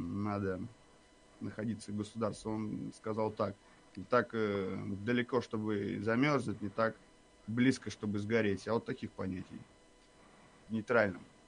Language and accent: Russian; Russia; born there; Я это... благодарен, конечно, судьбе, что я родился именно в России.